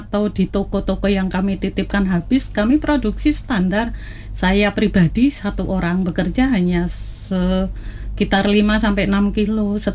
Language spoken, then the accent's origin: Indonesian; Special Region of Yogyakarta, Indonesia; born there; Kebetulan kami lahir di daerah Kokap, Kabupaten Kulon Progo, yang di atas bukit sana itu hanya bisa tumbuh singkong saat itu yang hidup subur karena kurang air